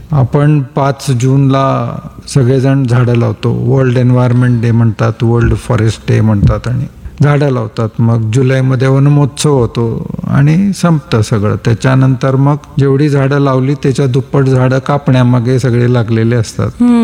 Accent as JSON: {"language": "Marathi", "town": "Belagavi", "region": "Karnataka", "country": "India", "tie": "born there", "said": "तर माझा जन्म 1971 माझा जन्म बेळगावात झाला"}